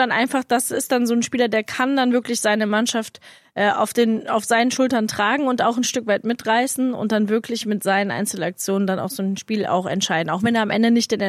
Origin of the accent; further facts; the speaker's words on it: Germany; als Deutsche